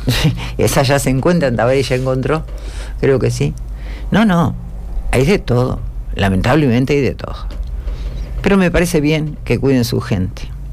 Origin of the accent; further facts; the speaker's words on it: Uruguay; nosotros somos uruguayos